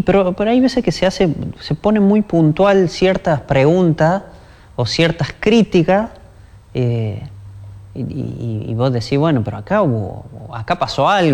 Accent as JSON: {"language": "Spanish", "country": "Argentina", "said": "somos argentinos"}